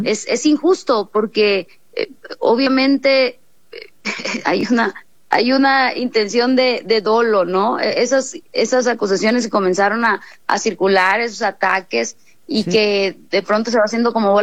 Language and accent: Spanish; Sinaloa, Mexico